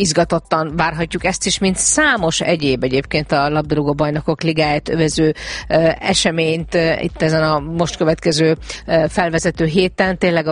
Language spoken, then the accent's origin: Hungarian; Hungary; akikre nem csak mi magyarok vagyunk büszkék